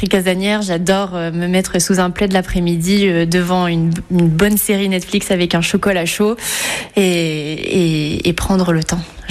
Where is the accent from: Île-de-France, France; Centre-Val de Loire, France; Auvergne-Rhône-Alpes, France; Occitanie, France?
Auvergne-Rhône-Alpes, France; Livron-sur-Drôme; also born or lived in Valence / Marsanne; Je suis née à Valence et j'ai grandi à Livron, un petit village dans la Drôme. Et j'ai passé mon enfance à travers ces petits villages de la Drôme provençale également, notamment à Marsanne.